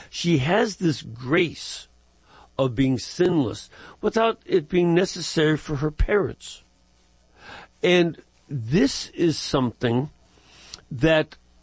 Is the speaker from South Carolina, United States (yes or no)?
no; Chicago, Illinois, United States; But again, it helps me as a Chicagoan to understand it.